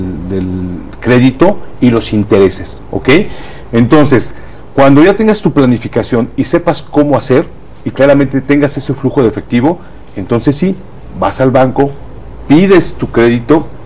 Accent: Mexico; como mexicanos nos quedamos solamente con una sola fuente de ingreso.

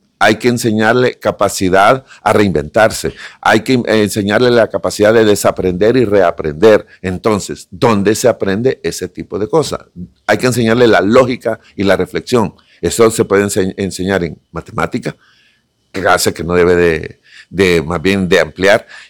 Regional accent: Honduras

